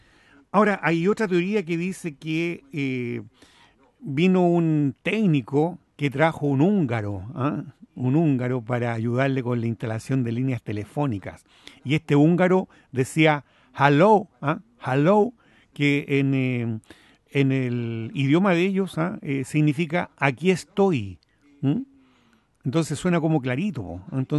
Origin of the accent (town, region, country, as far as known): Chile